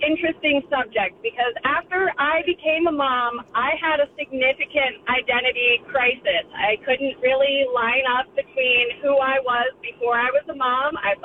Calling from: Rappahannock, Virginia, United States; I'm from Rappahannock.

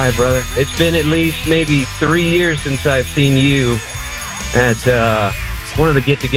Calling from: Houston, Texas, United States; Houston, Texas.

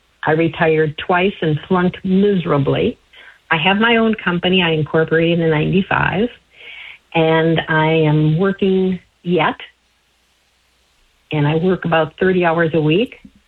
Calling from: Kenosha, Wisconsin, United States; And currently I'm calling you from Kenosha, Wisconsin.

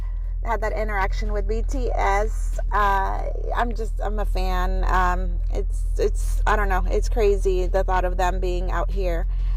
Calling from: Costa Mesa, California, United States; I am from Costa Mesa.

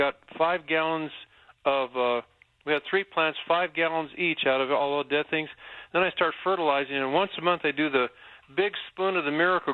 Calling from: Gilbert, Arizona, United States; Gilbert, Arizona.

